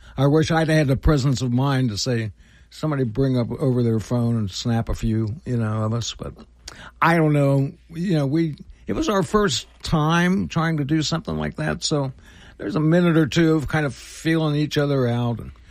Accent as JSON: {"language": "English", "town": "Mount Sterling", "region": "Ohio", "country": "United States", "said": "I'm originally from Mount Sterling, Ohio, which is about 20 miles south of here."}